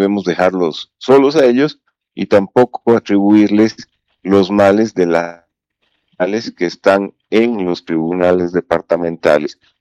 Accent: Bolivia

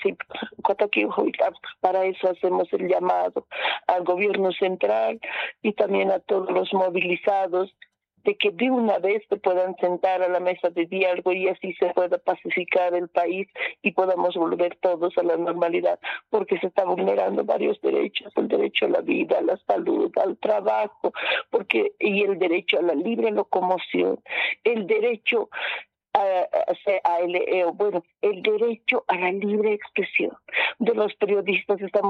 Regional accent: Bolivia; todos somos bolivianos

